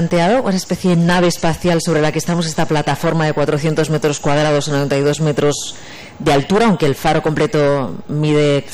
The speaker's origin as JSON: {"language": "Spanish", "town": "Madrid", "region": "Community of Madrid", "country": "Spain", "tie": "born there", "said": "los que somos nacidos en Madrid, sí, que hemos pasado mil veces por aquí"}